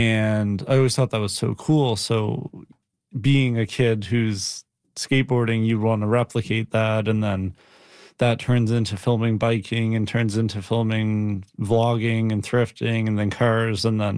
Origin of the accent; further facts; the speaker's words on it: Moncton, New Brunswick, Canada; I grew up in Moncton